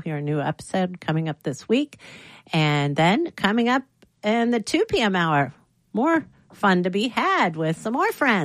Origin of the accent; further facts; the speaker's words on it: Mount Vernon, Ohio, United States; What about my other friends from Mount Vernon, my hometown, which it's so great.